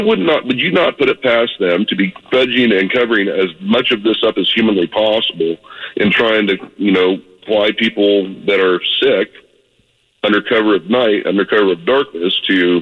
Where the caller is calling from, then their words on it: Iowa, United States; Here in Iowa